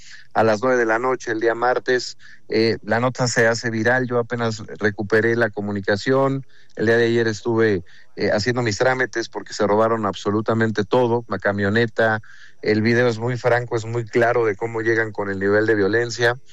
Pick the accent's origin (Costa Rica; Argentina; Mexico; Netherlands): Mexico; estoy preocupado como ciudadano mexicano.